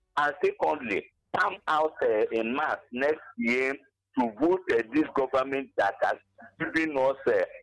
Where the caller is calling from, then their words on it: Agbani, Enugu State, Nigeria; I'm calling from Agbapani, Kenugu.